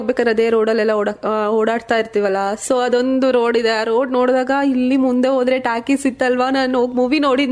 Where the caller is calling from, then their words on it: Hangala, Karnataka, India; ಅದು ನಮ್ದು ಗುಂಡುಪೇಟೆ ಪಕ್ಕ ಹಂಗ್ಲಾ ಅಂತ ಊರಿತ್ತು.